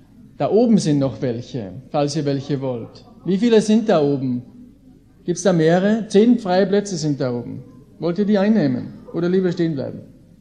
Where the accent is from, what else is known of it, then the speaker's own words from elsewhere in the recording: Austria; ich bin eben aus Österreich.